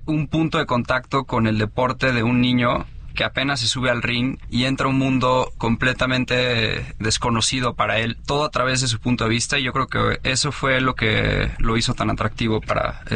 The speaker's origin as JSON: {"language": "Spanish", "country": "Mexico"}